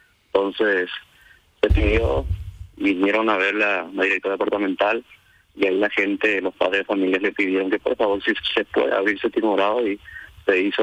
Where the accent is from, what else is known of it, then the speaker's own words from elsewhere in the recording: Arroyos y Esteros, Cordillera, Paraguay; Yo soy de Arroyo y Estero, soy del centro de Arroyo y Estero. Estoy en la zona urbana.